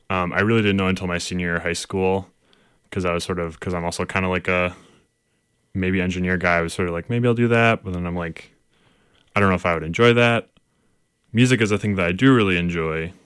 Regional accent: Clarkston, Michigan, United States; moved away as an adult; now in East Jordan, United States; Yes, so I'm originally from Clarkston, Michigan in Oakland County, downstate. Lived there my whole life, went to all my school there.

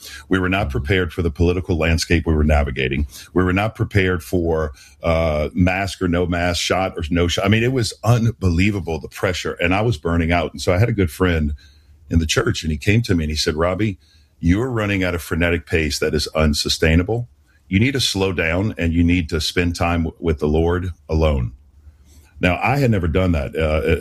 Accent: New Orleans, Louisiana, United States; But I had learned a practice growing up in New Orleans of how to eat fish and spit out the bones.

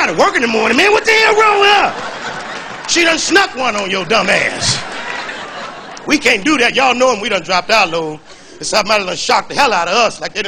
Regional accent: Chicago, Illinois, United States; See, I'm from the Midwest. I'm from Chicago. That's right, the Chi-Town where we party at.

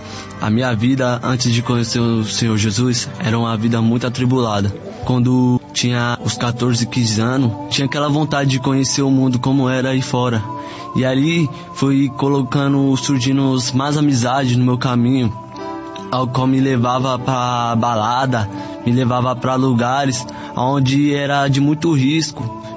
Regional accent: Diadema, São Paulo, Brazil; Eu sou da cidade de Diadema, bairro Serraria, e frequento a Igreja Pentecostal Deus Amor, Vila Santa Maria.

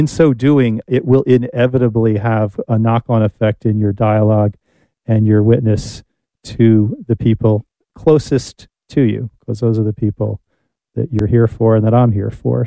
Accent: New Jersey, United States; I grew up in New Jersey and my mom's from East Tennessee

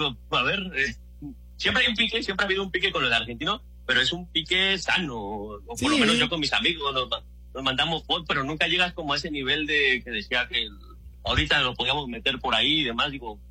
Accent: Mexico; Como buen mexicano y celebrador, pues se me ocurrió subirme con más gente y a saltar ahí arriba.

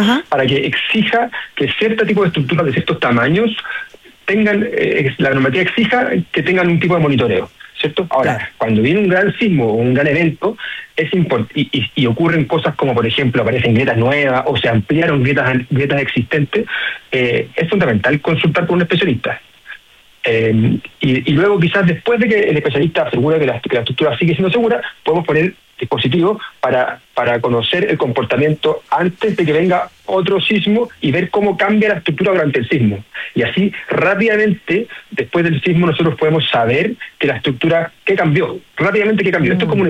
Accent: Chile

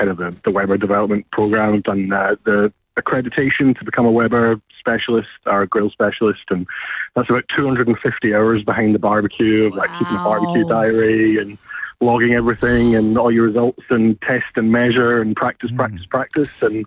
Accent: Scotland, United Kingdom; now in Australia; I am an import, a bit of a ringer. So it's funny talking to Australians about barbecue as a Scot.

